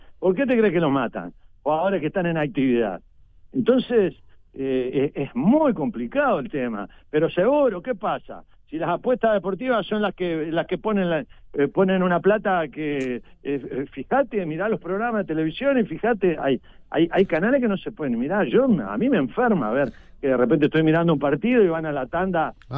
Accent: Uruguay

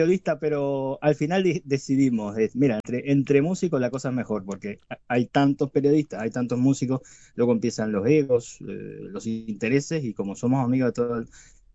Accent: Juan Lacaze, Colonia, Uruguay; moved away as an adult; also born or lived in Rosario, Uruguay; now in Seville, Spain; yo soy de Rosario, pero a los 3 años me fui a vivir a Juan Lacase, así que me puedo considerar sabalero de ley.

